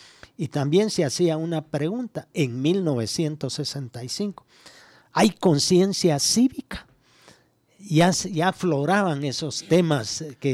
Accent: Guatemala; mi país, de Guatemala

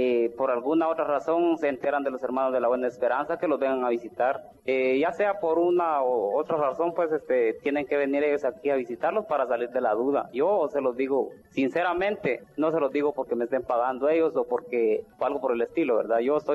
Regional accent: Pueblo Nuevo Viñas, Santa Rosa, Guatemala; vine de Finca Santa Isabel, Pueblo Nuevo Viña, Santa Rosa.

